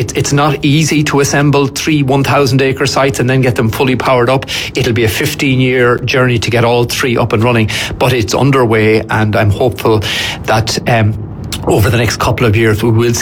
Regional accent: Athlone, Westmeath, Ireland; In my hometown of Athlone

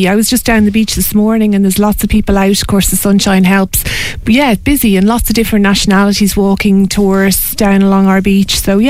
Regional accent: Bray, County Wicklow, Ireland; born or raised there

